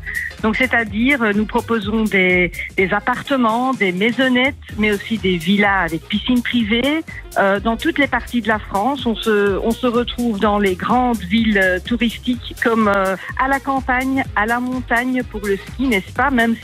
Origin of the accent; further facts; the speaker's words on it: Belgium; Je suis belge